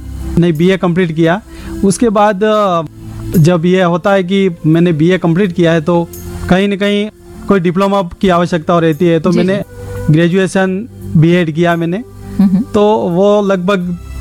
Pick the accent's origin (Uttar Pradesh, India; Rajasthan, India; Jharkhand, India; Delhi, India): Rajasthan, India; Sundrav; ग्रामीण क्षेत्र में ही रहने वाले हैं पूरा परिवार, और मेरा जन्म ही वही सुंदराव में ही हुआ है।